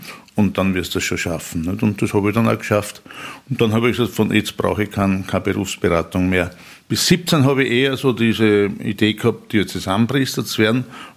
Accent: St. Veit im Innkreis, Upper Austria, Austria; Geboren bin ich 1960 in St. Veit im Innkreis, das ist ein kleiner Ort.

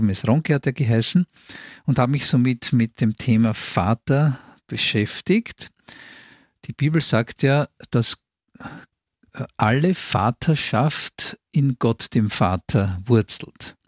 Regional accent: Vienna, Austria; born there; ich bin geborener Wiener, bin jetzt bald 62 Jahre alt, bin Pfarrer in Wien, 14. Bezirk, Kalasantina

